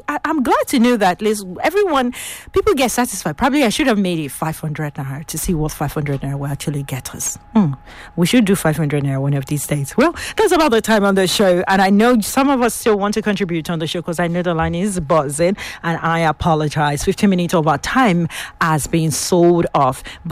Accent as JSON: {"language": "English", "country": "Gambia", "said": "This is Gambia. I was from Boys Kido. Gambia."}